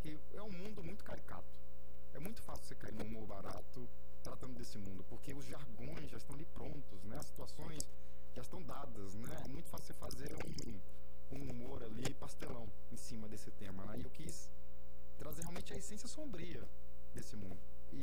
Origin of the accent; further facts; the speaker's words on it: Fortaleza, Ceará, Brazil; moved away; also born or lived in São Paulo; eu sou meio cearense, meio de descendência japonesa. Eu me considero fortalezense, mas nasci em São Paulo, vim muito novo para Fortaleza.